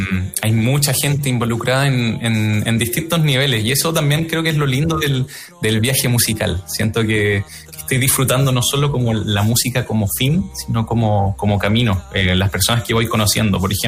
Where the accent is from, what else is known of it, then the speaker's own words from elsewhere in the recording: Temuco, Araucanía, Chile; moved away as an adult; now in Concepción, Chile; cuando me vine a vivir a Conce, yo soy de Temuco originalmente, cuando me vine a vivir a Conce con mi esposa